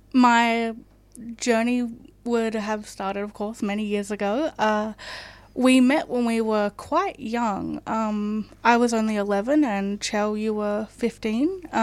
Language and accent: English; Kangaroo Island, South Australia, Australia; I was a small town kid growing up on Kangaroo Island in South Australia